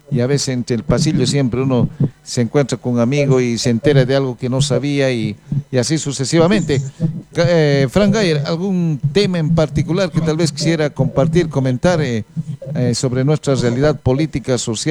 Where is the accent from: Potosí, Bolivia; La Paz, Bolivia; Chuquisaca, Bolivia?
Potosí, Bolivia; Yo soy potosino de la ciudad de Potosí.